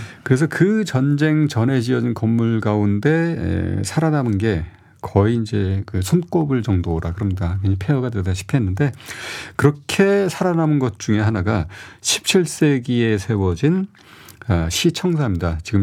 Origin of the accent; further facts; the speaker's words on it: Seoul, South Korea; 제가 사실은 어린 시절을 성수동에서 보냈습니다.